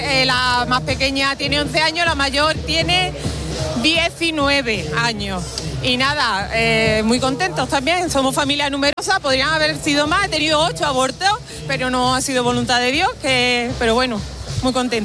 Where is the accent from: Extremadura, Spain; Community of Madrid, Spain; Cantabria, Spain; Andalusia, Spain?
Andalusia, Spain; Los Palacios; Yo soy de Los Palacios, un pueblo de Sevilla.